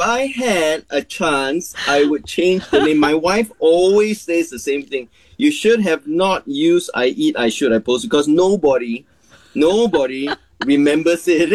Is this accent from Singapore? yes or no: yes; Singapore; Well, look, I'm Singaporean, right? So I grew up eating all these foods.